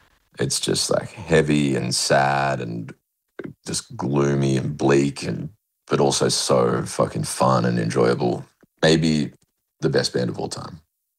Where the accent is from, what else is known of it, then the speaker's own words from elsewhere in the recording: Tamworth, New South Wales, Australia; I grew up in Tamworth, which is like a country town of 50,000 people, doesn't really have a scene or anything like that.